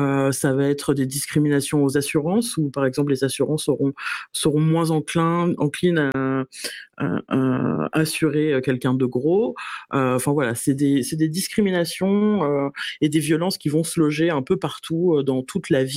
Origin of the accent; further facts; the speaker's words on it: Paris, Île-de-France, France; je suis parisienne